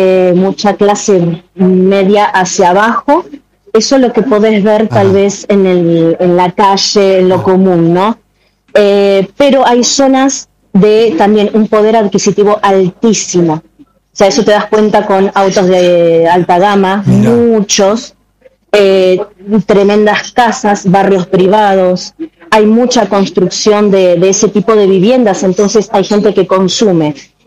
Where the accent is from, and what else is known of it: Argentina; now in Giza, Egypt